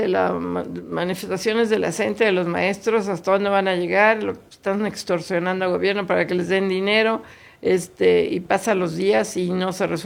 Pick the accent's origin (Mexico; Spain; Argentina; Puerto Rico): Mexico; somos los mexicanos los que usamos esto.